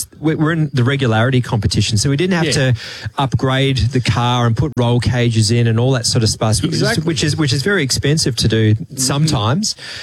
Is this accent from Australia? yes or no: yes; Perth, Western Australia, Australia; I grew up in Perth in WA.